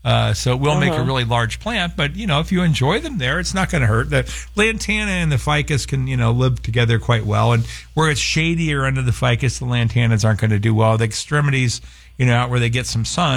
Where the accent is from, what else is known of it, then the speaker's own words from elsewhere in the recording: Phoenix, Arizona, United States; where I grew up in Sunny Slope, in the rockiest, most, you know, desolate climate we have in the valley